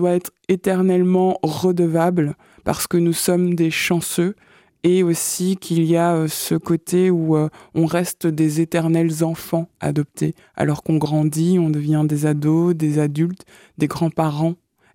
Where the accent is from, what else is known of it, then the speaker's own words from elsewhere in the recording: Goma, North Kivu, DR Congo; Moi, je viens de la région de Goma, donc comme beaucoup de personnes le savent, je pense, qui est en guerre civile depuis plus de 30 ans